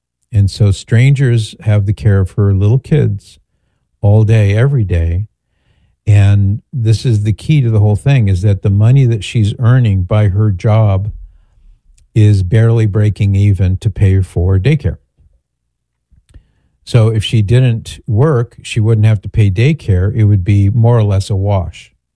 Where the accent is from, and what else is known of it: California, United States